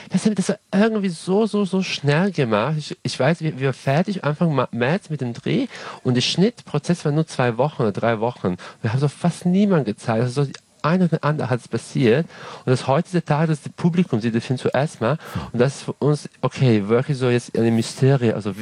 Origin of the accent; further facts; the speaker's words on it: Serbia; German is a second language; ich komme ursprünglich aus Serbien, das heißt selber Kroatisch